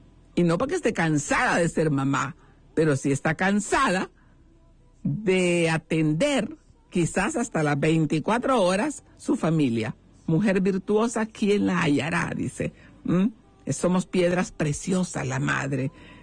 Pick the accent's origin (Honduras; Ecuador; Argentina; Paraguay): Honduras; nuestra amada Honduras